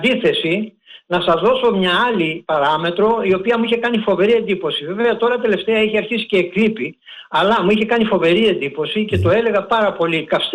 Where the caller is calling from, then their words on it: Greece; Σαν Έλληνες, το έχουμε ιερή υποχρέωση.